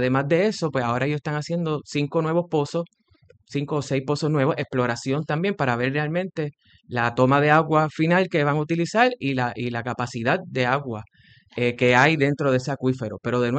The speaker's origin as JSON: {"language": "Spanish", "town": "Cabo Rojo", "country": "Puerto Rico", "said": "Yo soy de Cabo Rojo y yo, esa es mi área"}